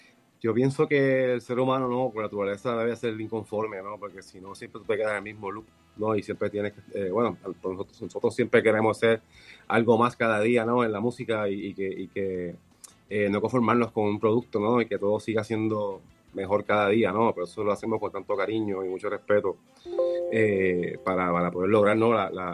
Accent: Puerto Rico; como decimos en Puerto Rico

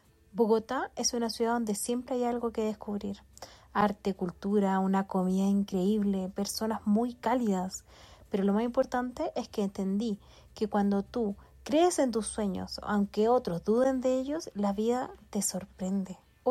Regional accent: Chile; soy mamá, soy chilena y desde niña soñaba con conocer el mundo

